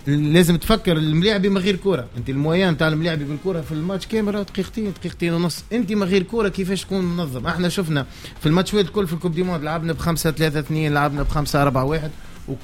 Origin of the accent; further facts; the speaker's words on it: Tunisia; وأنا كمدرب تونسي نفتخر به